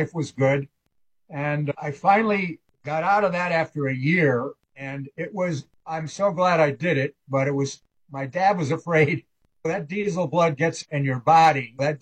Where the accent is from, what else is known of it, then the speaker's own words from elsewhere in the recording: East Hartford, Connecticut, United States; Well, I grew up in East Hartford. My dad worked at Pratt & Whitney, and like everybody in East Hartford did.